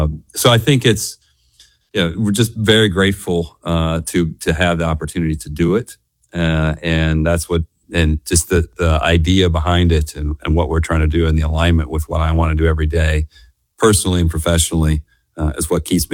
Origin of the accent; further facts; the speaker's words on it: Texas, United States; My mom served on a school board, in the town that I grew up in West Texas.